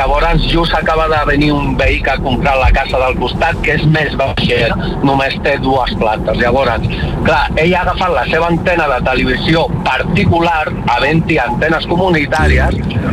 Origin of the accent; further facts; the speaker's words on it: La Riera de Gaià, Catalonia, Spain; Pues mira, soc de la Riera de Gaià, vale, ara mateix estic conduint